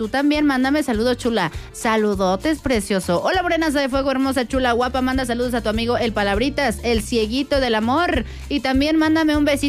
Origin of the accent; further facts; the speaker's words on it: San Juan del Río, Querétaro, Mexico; porque soy de las merititas tierras de San Juan del Río.